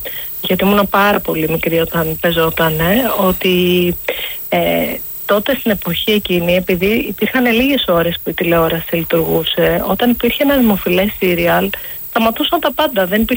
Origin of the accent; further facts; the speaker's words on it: Athens, Attica, Greece; η οικογένειά μου ήταν αστική, είμαστε Αθηναίοι, ενώ υπάρχουν, έτσι, έχουν γεννηθεί στην Κωνσταντινούπολη, στη Σμύρνη, έχουμε από Οδυσσό, από Ρέθυμνο, αλλά οικογένεια, μεγαλώσαμε στην Αθήνα όλοι.